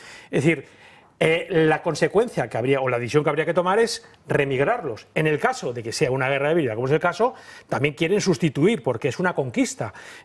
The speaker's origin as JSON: {"language": "Spanish", "country": "Spain", "said": "lo que somos los españoles somos administradores de un legado que hemos recibido y que tenemos que dar a nuestros hijos"}